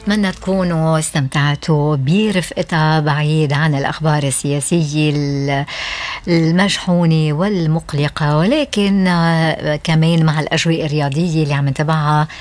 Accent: Lebanon; في شيء هيك بدمنا كلبنانية

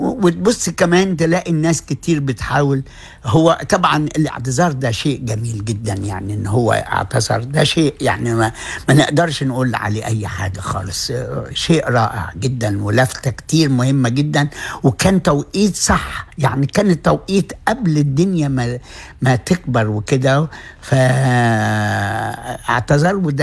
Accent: Egypt; عندنا في مصر

